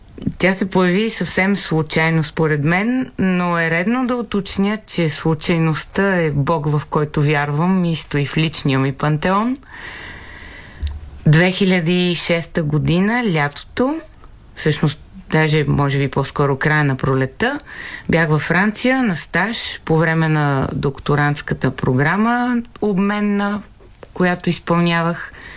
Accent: Varna, Varna Province, Bulgaria; Аз съм от Варна. Това може би обяснява една голяма част от страстите ми, свързани с морето. И освен, че съм от Варна, имах щастието да израсна на висок етаж с гледка към парченце море и към светлината на стария фар на Галата.

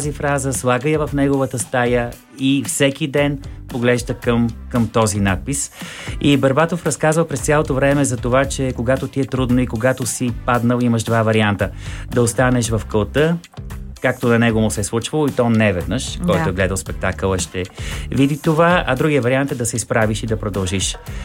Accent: Pazardzhik, Pazardzhik Province, Bulgaria; защото и друг път съм споделял с вас и с нашите слушатели, че това е моя роден град.

